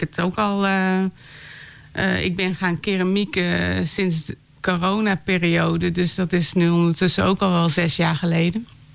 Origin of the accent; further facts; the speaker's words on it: Netherlands; ik ben ook geboren in de Rijdenwolderpolder. Dus ik ben een boerendochter.